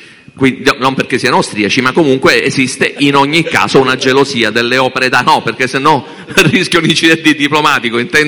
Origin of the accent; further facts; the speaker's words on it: Palermo, Sicily, Italy; io sono palermitano e quindi mi scuso qui a Catania della mia identità